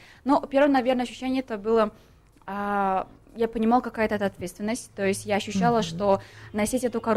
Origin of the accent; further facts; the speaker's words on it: Tajikistan; я думаю, что все-таки прежде всего я трудолюбивая таджичка. И я все время стараюсь просто развивать именно сферу образования в нашей стране